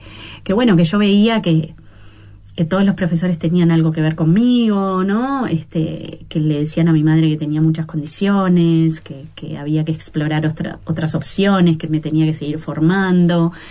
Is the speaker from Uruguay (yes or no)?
yes; Uruguay; also born or lived in Montevideo, Uruguay; Yo crecí afuera. Mi padre era de Durazno y nada, nací en Montevideo, pero nos fuimos a vivir afuera, al campo